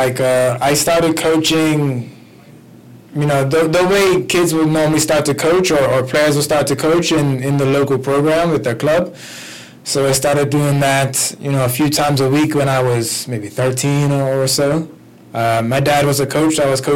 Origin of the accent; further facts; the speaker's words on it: Bermuda; But I'm from Bermuda. Flew in from Bermuda.